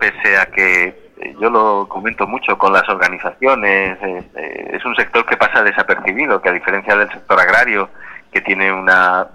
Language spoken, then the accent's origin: Spanish; Region of Murcia, Spain; lo que somos los murcianos y la región de Murcia.